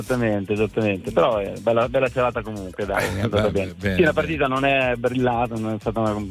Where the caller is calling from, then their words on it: Milan, Lombardy, Italy; Da Milano